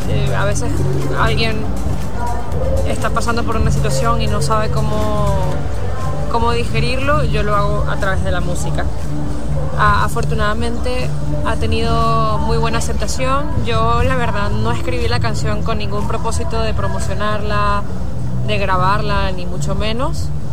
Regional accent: Venezuela; moved away

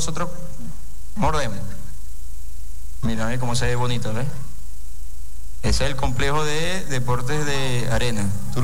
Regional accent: Maturín, Monagas, Venezuela; yo soy de Maturín, de Monagas, el mejor estado y la mejor ciudad de Venezuela.

